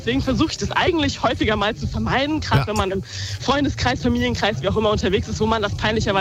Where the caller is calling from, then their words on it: Frankfurt, Hesse, Germany; wir kommen ja aus Frankfurt, da sind natürlich die Wohnungen jetzt nicht so riesig